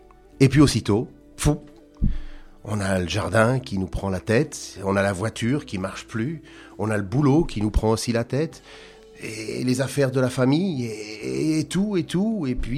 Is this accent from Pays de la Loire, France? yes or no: no; Normandy, France; je suis normand, mais pourtant méditerranéen dans les gestes.